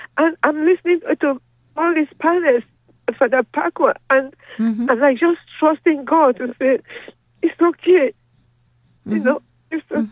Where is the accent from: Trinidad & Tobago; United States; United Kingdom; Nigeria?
Nigeria; I'm Nigerian, you know, and my mother is back home in my country with dementia.